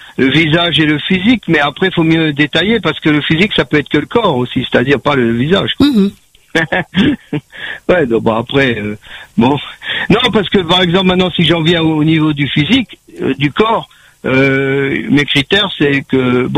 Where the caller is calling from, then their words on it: Saint-Benoît, Réunion; moi, je suis à Saint-Benoît, mais je me déplace, c'est pas grand, l'île, hein. C'est pas comme la métropole.